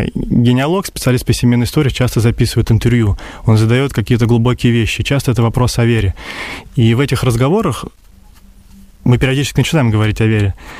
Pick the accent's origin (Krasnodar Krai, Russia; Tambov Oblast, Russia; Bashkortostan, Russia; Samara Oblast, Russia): Tambov Oblast, Russia; Я сам из Тамбовской области, скажем так, с малых территорий, как сегодня таким термином выражают